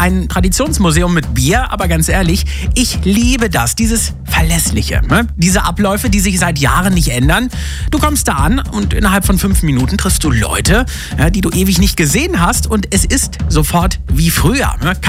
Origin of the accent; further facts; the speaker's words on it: Garbsen, Lower Saxony, Germany; Ich war am Wochenende nach langer Zeit mal wieder zu Hause. Und mit zu Hause meine ich in meinem Heimatdorf Meinfeld. In Garbsen. Ich lieb's.